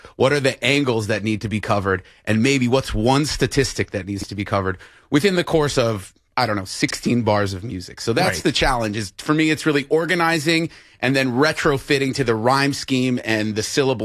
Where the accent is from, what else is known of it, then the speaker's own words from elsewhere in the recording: New York City, New York, United States; now in Brooklyn, United States; I'm from the Upper West Side.